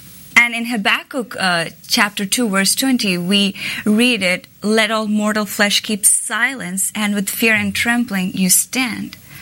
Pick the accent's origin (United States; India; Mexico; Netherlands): India; Kerala; first language Malayalam; That's my mother tongue. It's called Malayalam.